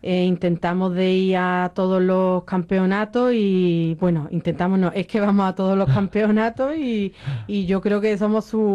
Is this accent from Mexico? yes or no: no; Arriate, Andalusia, Spain; yo alguna vez llego a los sitios y yo creo que a lo mejor no lo conocen y me dicen, ¿de dónde venís? Digo, de Ronda